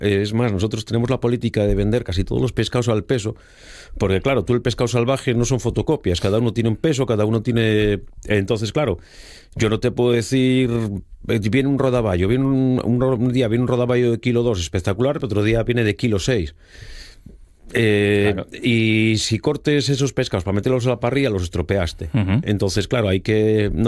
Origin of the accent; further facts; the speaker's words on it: Asturias, Spain; como buenos asturianos que somos